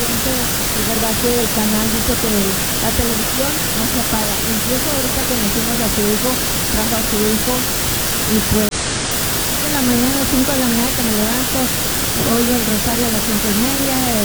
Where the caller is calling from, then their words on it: Fontana, California, United States; Vengo de Fontana y yo la verdad que sí estoy muy feliz por la estación de radio de Cristian Moreno Valley